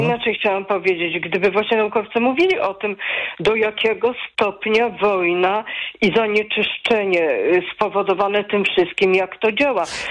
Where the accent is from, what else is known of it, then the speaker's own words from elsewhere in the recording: Kraków, Lesser Poland, Poland; usłyszałam, bo jestem z Krakowa